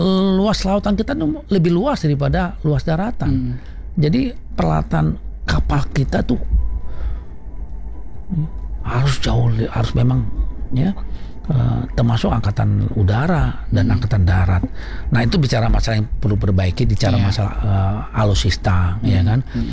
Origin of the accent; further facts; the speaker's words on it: North Sumatra, Indonesia; katakanlah kalau kita orang Batak, kita kan di sini kita ada 6 ya, 6 puak Batak.